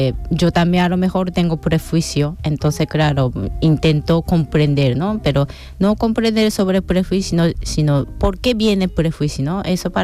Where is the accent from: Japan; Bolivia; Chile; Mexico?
Japan; Spanish is a second language; moved away as an adult; now in Spain; Pero nacionalidad japonesa